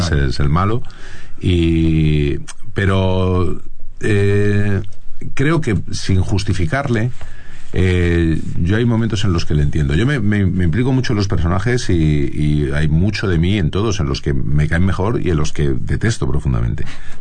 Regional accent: Madrid, Community of Madrid, Spain

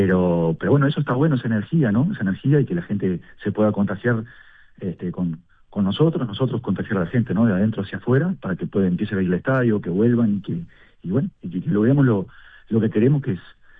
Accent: Uruguay; moved away; yo soy de Nolia con mucho orgullo.

